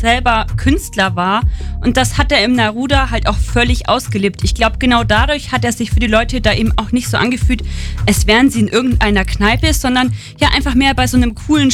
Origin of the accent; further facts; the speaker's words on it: Augsburg district, Bavaria, Germany; Nee, ich komme tatsächlich aus dem Landkreis. Aber durch Studium bin ich natürlich immer mehr in Augsburg unterwegs gewesen